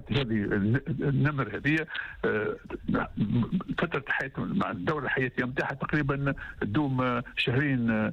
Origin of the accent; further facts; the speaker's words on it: Tunisia; إذن تكونت ما تسمى حسب إدارة الصحة متاع بلدي تونس